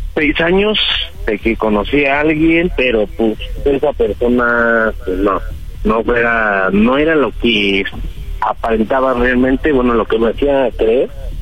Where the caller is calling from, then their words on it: Mexico City, Mexico; 33, soy de la Ciudad de México.